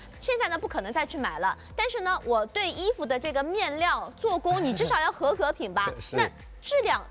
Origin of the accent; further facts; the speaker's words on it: Shanghai, China; 我们上海人